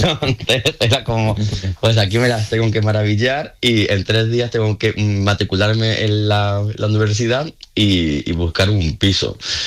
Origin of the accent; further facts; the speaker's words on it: La Rambla, Andalusia, Spain; Eso era una residencia que se hacía los veranos en La Rambla, en mi pueblo natal.